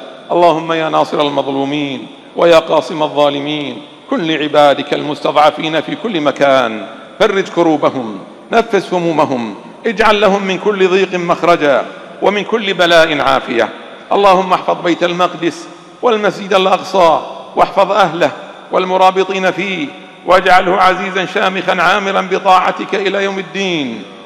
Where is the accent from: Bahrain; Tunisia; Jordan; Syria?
Bahrain; بلادنا البحرين